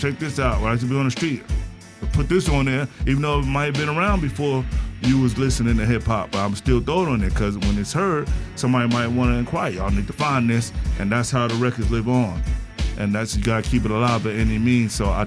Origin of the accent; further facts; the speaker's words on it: New York City, New York, United States; He's from Patterson Projects, where I'm from, South Bronx.